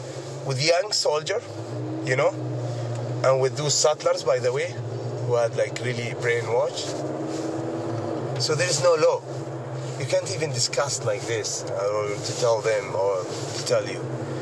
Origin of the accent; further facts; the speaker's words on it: Bethlehem, West Bank, Palestine; Actually, I'm from Bethlehem.